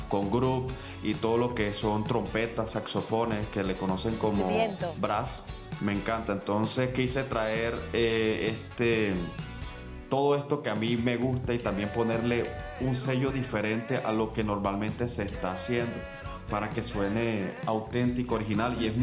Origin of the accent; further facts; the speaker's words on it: Valledupar, Cesar, Colombia; also born or lived in Tamalameque, Cesar; Soy de Valledupar, pero nací en Tamalameque, Cesar.